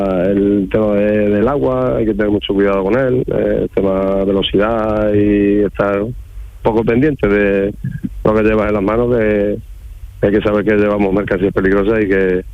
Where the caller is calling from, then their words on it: San Bartolomé de la Torre, Andalusia, Spain; estoy aquí en La Ribera, provincia de Huelva, que estoy cargando el camión. Pero yo soy de San Bartolomé, de la Torre.